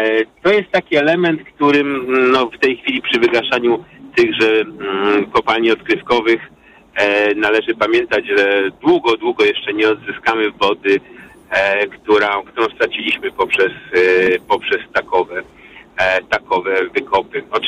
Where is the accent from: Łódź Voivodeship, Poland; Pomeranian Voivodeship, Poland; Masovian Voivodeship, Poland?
Łódź Voivodeship, Poland; Łódź; jestem łodzianinem, ale przeprowadzam się, czyli mieszczuchem takim typowym, ale przeprowadzam się do miejscowości pod Sieradzem